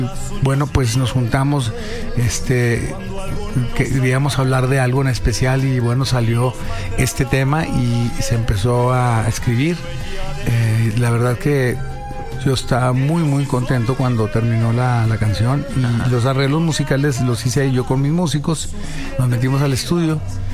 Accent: Torreón, Coahuila, Mexico; estar aquí en mi tierra

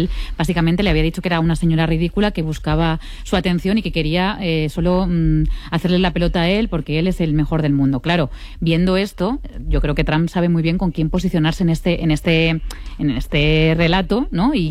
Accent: Castellón, Valencian Community, Spain; Yo soy de Castellón y además acabamos de sufrir un terrible incendio en la Sierra de Espadà, que también está entre Castellón y Valencia.

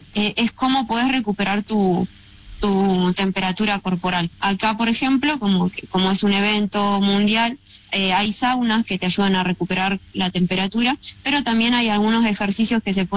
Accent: General Roca, Río Negro, Argentina; No, yo soy de Río Negro, de General Roca, entonces siempre me gustaron como los desafíos

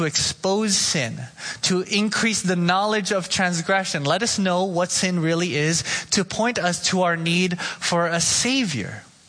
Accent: Oxnard, California, United States; born or raised there

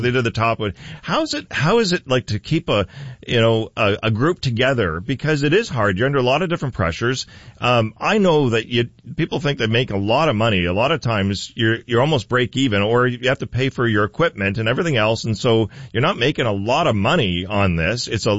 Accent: Windsor, Ontario, Canada; hi, Smokey … from Windsor, Ontario.

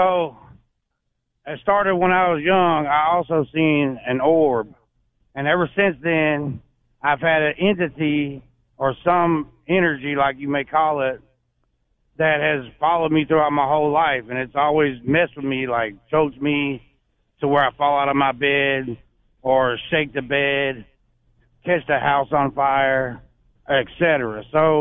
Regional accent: Alexandria, Louisiana, United States; I'm from Alexandria, Louisiana

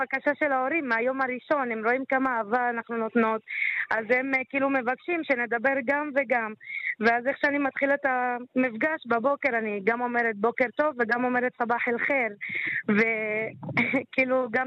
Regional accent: Tel Aviv-Yafo, Tel Aviv District, Israel; נכון, אני מיפו.

